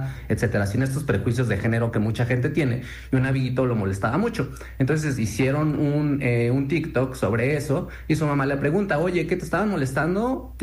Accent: Mexico

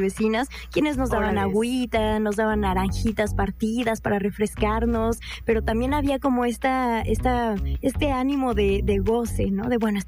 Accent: Mexico

